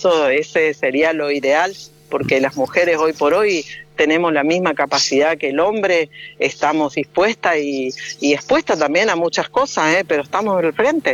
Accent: Bella Vista, Corrientes, Argentina; yo soy oriunda de Bellavista

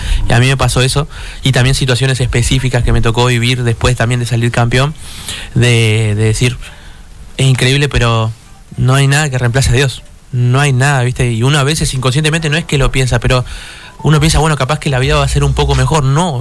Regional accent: Argentina

